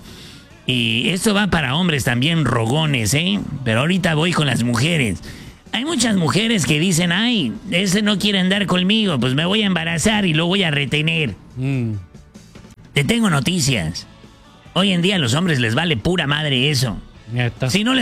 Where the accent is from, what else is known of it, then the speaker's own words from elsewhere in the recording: Ciudad Obregón, Sonora, Mexico; born there; also born or lived in Mexico City; Pues de Obregón, Sonora, mano, de ahí somos. Viví varios años en Ciudad de México, pero soy nacido en Obregón, Sonora.